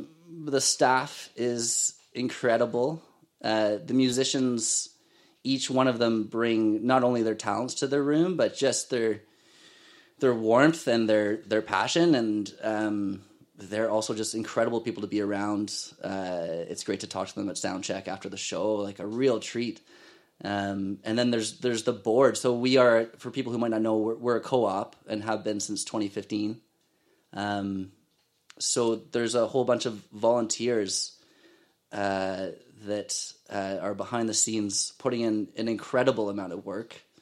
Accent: Ottawa, Ontario, Canada; also born or lived in Kingston / New Zealand / Australia; now in Okanagan, Canada; I moved to the Okanagan in 2017. I'd been hopping around quite a bit. I'm originally from Ottawa.

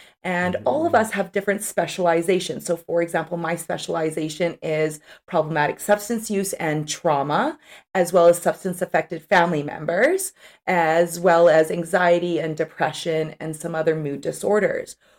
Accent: North Vancouver, British Columbia, Canada; despite growing up in North Vancouver

